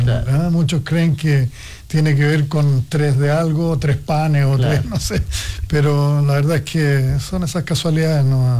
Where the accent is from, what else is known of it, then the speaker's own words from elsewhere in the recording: Santiago, Santiago Metropolitan Region, Chile; moved away as an adult; also born or lived in Osorno, Chile / Concepción, Chile / Chillán, Chile / Brazil; now in Coyhaique, Chile; Yo soy de Santiago